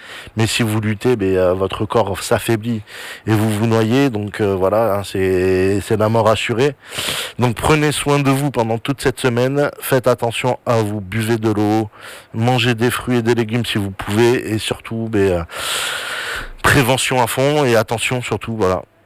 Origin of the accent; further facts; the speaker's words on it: France; chez nous en France